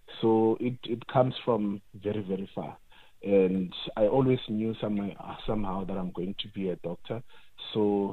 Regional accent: Limpopo, South Africa; I was born in Limpopo from a teenage mother, and we come from a place, a village, you know, and where there were not so much opportunities

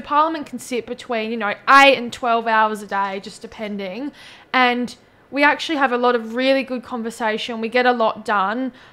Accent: Yankalilla, South Australia, Australia; also born or lived in Normanville; I actually grew up in Yankalilla and Normanville.

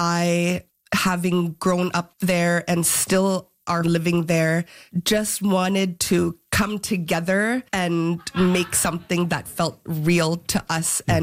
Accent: Kugluktuk, Nunavut, Canada; I've been blessed with many wonderful aunties in my life, both in my hometown of Khogloktok, where I grew up, and in Ikhaluit.

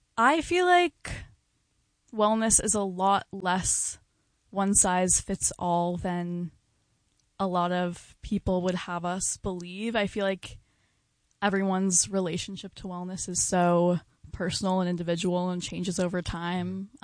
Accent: California, United States; Yeah, like I said, I'm from California, haven't really spent any extended time in the Hudson Valley.

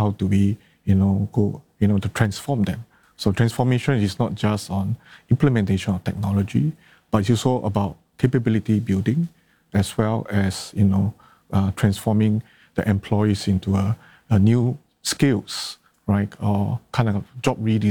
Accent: Singapore; Being a Singaporean, so I'm being an entrepreneur, you know, at the site, you know, I face many challenges.

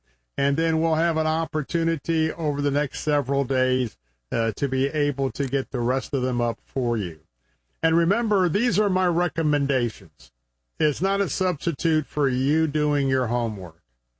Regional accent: Tampa, Florida, United States; as we're broadcasting from our studios here in my hometown of Tampa, Florida.

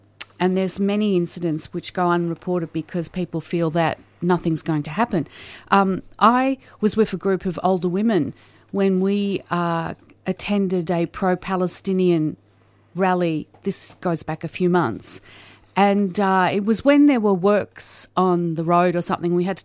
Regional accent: Australia; born there; Well, it's actually not my home country. I was born in Australia.

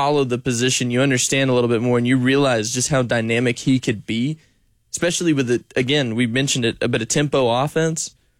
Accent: Walterboro, South Carolina, United States; my hometown of Walterboro that you just talk to, and even I, somebody who grew up there

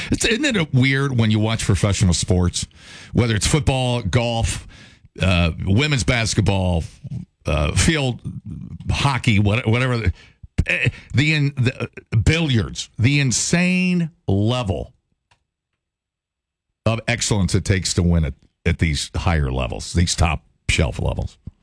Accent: Ohio, United States; moved away; I'm from Ohio

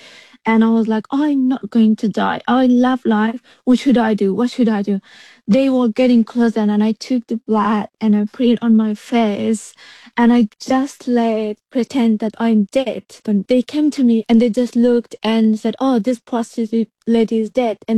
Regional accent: Ghazni, Afghanistan; moved away; I've grown up in a very small village. It was similar like Everest base camp. Obviously, it was very tough to go climb in Afghanistan, or specifically in a village.

